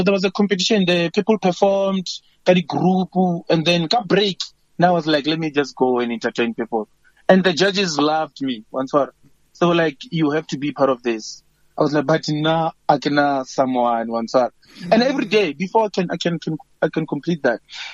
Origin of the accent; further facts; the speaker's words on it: Limpopo, South Africa; moved away